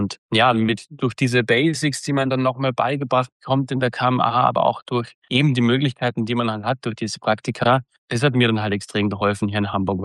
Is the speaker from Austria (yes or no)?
yes; Austria; wenn man als Österreicher vielleicht in den hohen Norden zieht